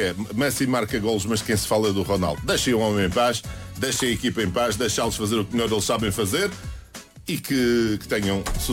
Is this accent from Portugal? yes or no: yes; Portugal